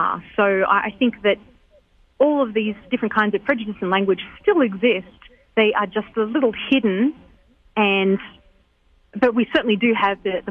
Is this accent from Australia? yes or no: yes; Australia; now in United States